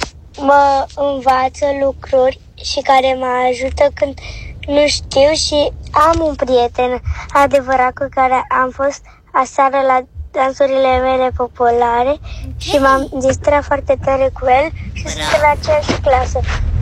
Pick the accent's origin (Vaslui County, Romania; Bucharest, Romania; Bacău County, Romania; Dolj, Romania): Bucharest, Romania; din București, am tare.